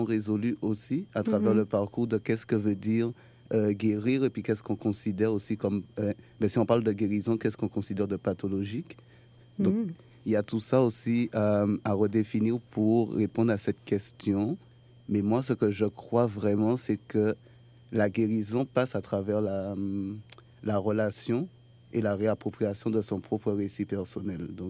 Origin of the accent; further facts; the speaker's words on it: Martinique; moved away as an adult; also born or lived in Paris; now in Montreal, Canada; Ça fait 7 ans maintenant que je vis à Montréal. Sinon, je suis originaire de la Martinique, petite île dans la Caraïbe.